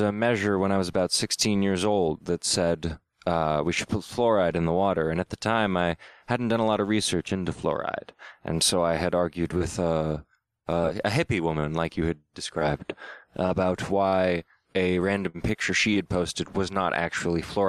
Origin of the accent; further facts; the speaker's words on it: California, United States; And that's a big issue with growing up in California, is you develop a trust in the government